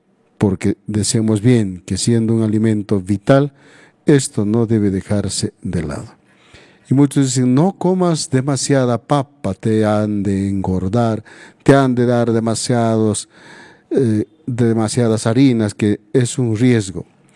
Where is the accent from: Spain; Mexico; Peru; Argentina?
Peru; en nuestra patria, el Perú